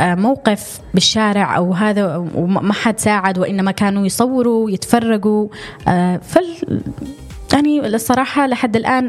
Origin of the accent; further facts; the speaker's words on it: Yemen; من دولتنا احنا من اليمن